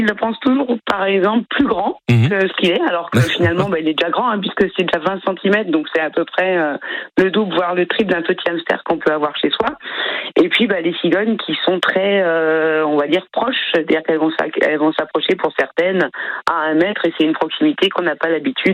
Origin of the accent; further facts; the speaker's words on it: Grand Est, France; je suis Alsacienne, donc 100% chauvine.